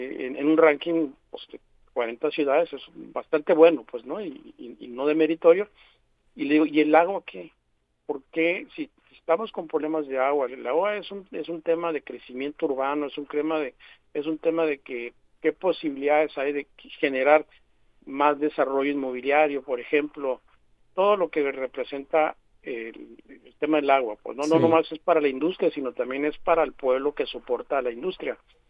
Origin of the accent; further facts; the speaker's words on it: Guaymas, Sonora, Mexico; yo soy de Guaymas, vivo un poco en Guaymas, pero yo recuerdo de niño, el agua de la llave era agua desalinizada, ¿no?